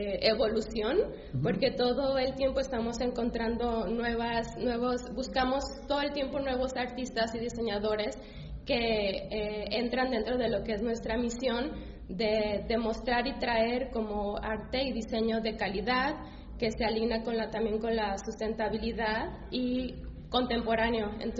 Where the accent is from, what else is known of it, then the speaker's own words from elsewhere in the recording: Mexico; también en especial cuando saben que soy mexicana